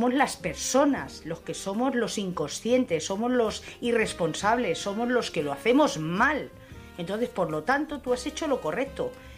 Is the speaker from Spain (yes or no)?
yes; Madrid, Community of Madrid, Spain; Hola, buenas noches. … de Madrid.